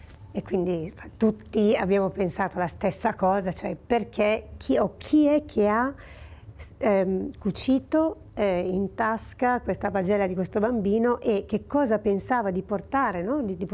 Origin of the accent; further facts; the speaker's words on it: Pontestura, Piedmont, Italy; Io so che … al mio paese natio, che è Pontestura, che è vicino a Casale Monferrato, è Pontestura